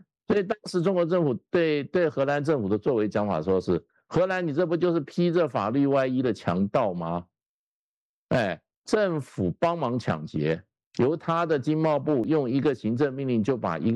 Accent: Taiwan; 我20几岁我就接触过荷兰人啊，跟他密切相处两个礼拜。我那时候我们台湾

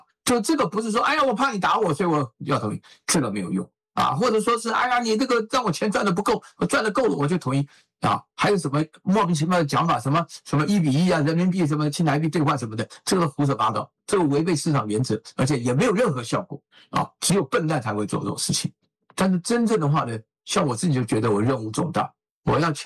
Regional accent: Taiwan

